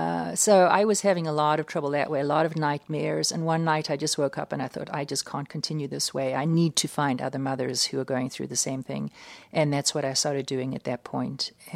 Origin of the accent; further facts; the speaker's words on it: United States; And I said, no, I'm here. I'm an American. And I showed them my passport and took off my hijab.